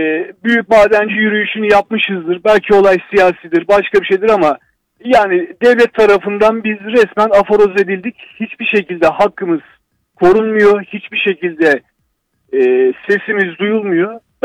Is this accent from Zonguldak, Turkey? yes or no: yes; Zonguldak, Turkey; Ben Zonguldaklıyım.